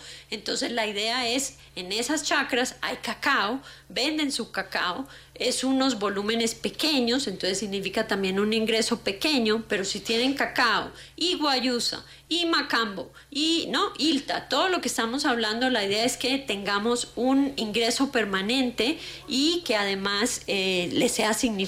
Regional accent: Colombia; yo como colombiana

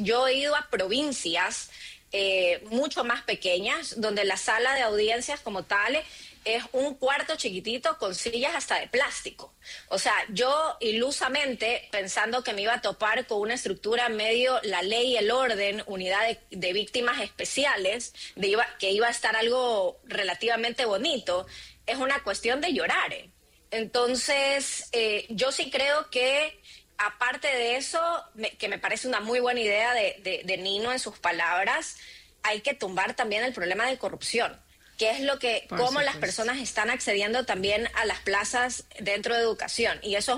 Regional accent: Ecuador; tú como ecuatoriana

